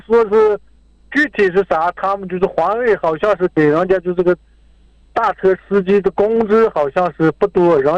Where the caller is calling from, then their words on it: Hohhot, Inner Mongolia, China; 我就呼市的。